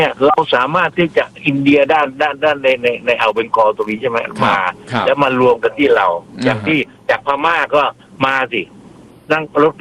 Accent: Southern Thailand, Thailand; ผมเป็นคนใต้แท้ๆเลยผมก็รักภาคใต้

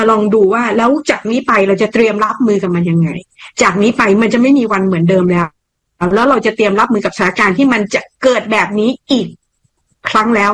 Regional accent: Bangkok, Thailand; เราคือคนกรุงเทพที่เราก็ดูหน้าจอแล้วเราก็ส่งกำลังใจนะ

